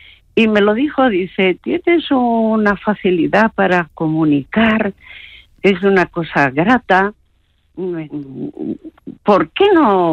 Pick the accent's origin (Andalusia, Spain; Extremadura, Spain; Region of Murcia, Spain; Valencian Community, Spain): Andalusia, Spain